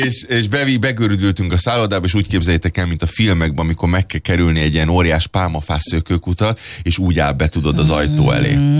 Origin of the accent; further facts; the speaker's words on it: Budapest, Hungary; itt lenni egyáltalán magyarként, meg úgy kis egyszerű kis budapesti kis cigányként